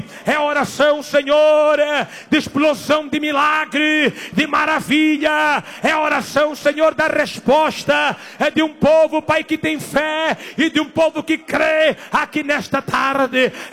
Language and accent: Portuguese; Mozambique; moved away; lá no meu país